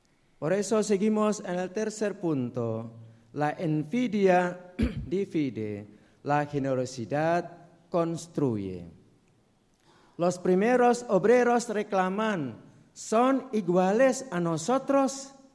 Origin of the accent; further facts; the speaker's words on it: Chile; nosotros como chilenos siempre ser orgullosos de ser chilenos.